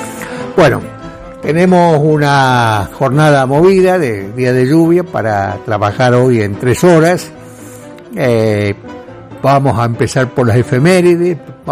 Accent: Sunchales, Santa Fe, Argentina; born or raised there; moved away

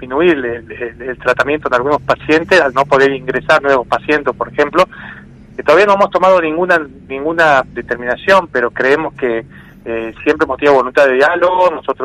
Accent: Santiago del Estero, Argentina; yo soy de Santiago del Estero.

